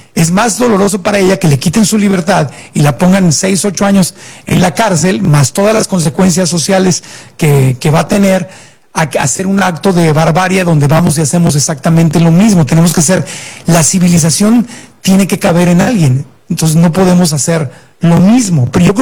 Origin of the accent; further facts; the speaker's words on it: Tijuana, Baja California, Mexico; yo que nací en la frontera